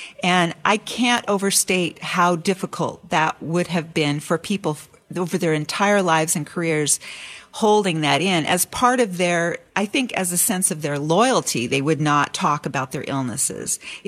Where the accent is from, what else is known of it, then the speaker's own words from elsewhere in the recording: Richland, Washington, United States; I have to defend this place. It is my hometown and these are my people.